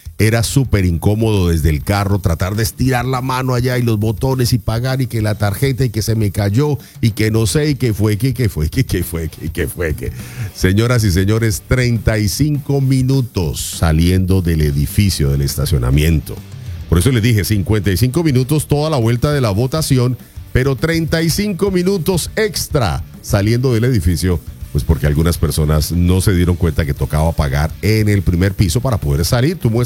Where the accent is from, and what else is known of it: Colombia; moved away